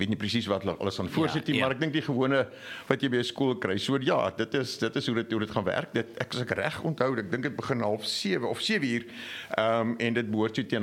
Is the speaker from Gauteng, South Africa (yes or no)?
no; Mossel Bay, Western Cape, South Africa; Ek is wel groot word was in Mosselbaai.